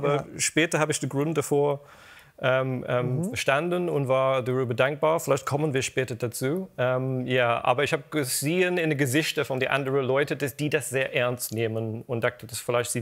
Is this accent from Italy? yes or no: no; United Kingdom; German is a second language; moved away; Ich bin Brite, ja.